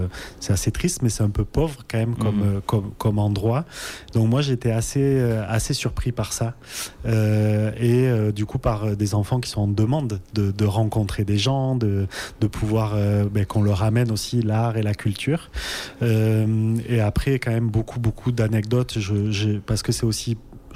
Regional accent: Occitanie, France; moved away; Moi, je suis originaire du Lot. Donc, quand je rentre chez mes parents ou quand je vais dans mon village d'origine, je passe pas très loin.

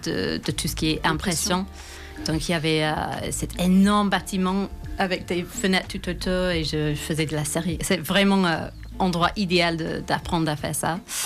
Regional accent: Hertford, East of England, United Kingdom; moved away; also born or lived in London; Donc, je suis de Londres. Bah, non, c'est pas vrai. Je viens de juste au nord de Londres, juste en dehors, une petite ville qui s'appelle Hartford. Mais j'ai fait mes études à Londres.

